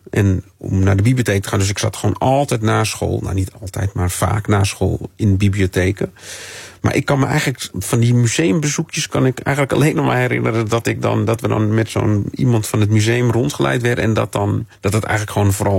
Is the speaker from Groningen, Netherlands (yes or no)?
no; Amsterdam, North Holland, Netherlands; Want ik ben opgegroeid in Amsterdam. Dus op een gegeven moment gingen we naar alle musea af.